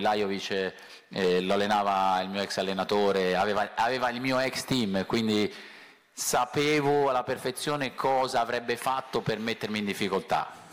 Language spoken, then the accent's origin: Italian; Sanremo, Liguria, Italy; born there; io sono nato a Sanremo, mi sono allenato parecchi anni lì